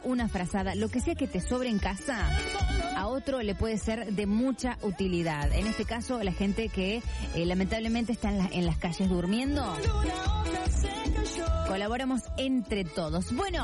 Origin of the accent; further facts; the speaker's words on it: Bosque Alegre, Córdoba, Argentina; Yo acá por tomarme una sopa de trigo con verduritas para pasar el frío, somos de Bosque Alegre.